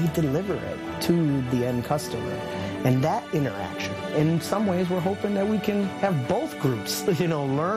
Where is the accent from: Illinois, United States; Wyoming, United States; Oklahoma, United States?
Illinois, United States; Chicago; Born and raised in the city of Chicago, a single mother. My father was an addict.